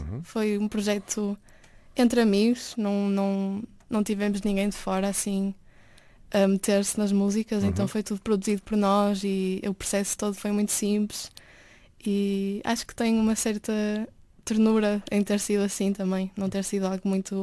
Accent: Porto, Portugal; now in Berlin, Germany; Eu nasci e fui criada no Porto, desde pequenina.

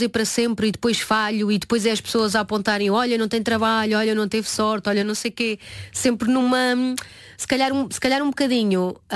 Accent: Oeste, Portugal; also born or lived in Lisbon; eu por acaso até nasci em Lisboa, foi um parto muito complicado, mas depois fui logo para a aldeia, sim, passado uns dias

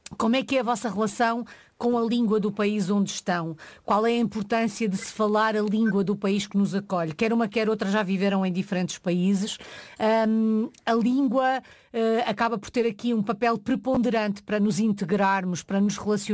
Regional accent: Norte, Portugal; Não sendo minhota, estou quase lá. Também sou uma mulher do norte

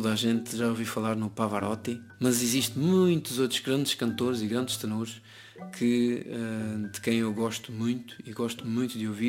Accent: Azores, Portugal; Eu sou açoriano, no arquipélago dos Açores

